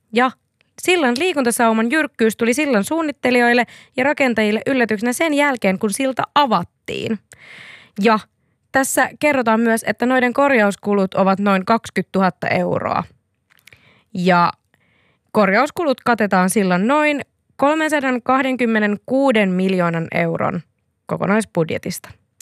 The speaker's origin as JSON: {"language": "Finnish", "town": "Nurmo", "region": "South Ostrobothnia", "country": "Finland", "tie": "born or raised there", "also_born_or_lived": "Tampere / Turku", "moved": "yes", "said": "kun mä muutin Nurmosta, missä olen born and raised, niin Tampereelle."}